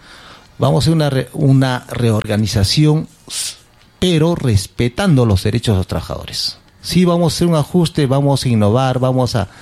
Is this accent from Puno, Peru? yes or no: no; El Cural, Arequipa, Peru; Yo soy del Curral